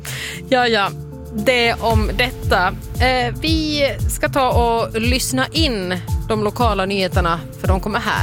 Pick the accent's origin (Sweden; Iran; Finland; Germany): Finland; Vaasa, Ostrobothnia; Ja, de var till exempel i Vasa där jag växte upp.